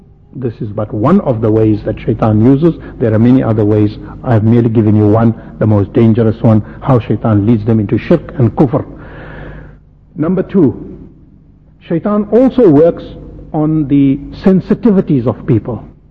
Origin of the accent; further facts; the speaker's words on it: South Africa; Here in South Africa, we know we've lived with it for so long.